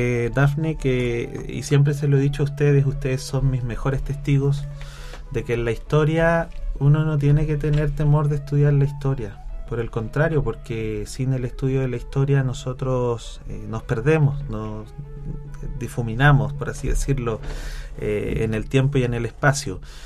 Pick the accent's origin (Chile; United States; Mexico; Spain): Chile; nos marca a nosotros como chilenos